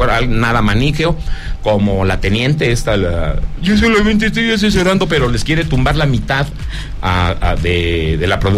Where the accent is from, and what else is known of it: Zacatecas, Mexico